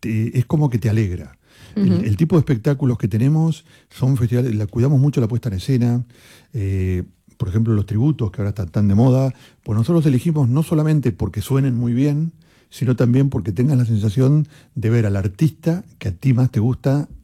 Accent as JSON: {"language": "Spanish", "country": "Argentina", "moved": "yes", "lives_now": "Spain", "said": "Yo venía hace 35 años, soy español, tengo familia española, tengo hijos españoles, y me siento tan español como argentino."}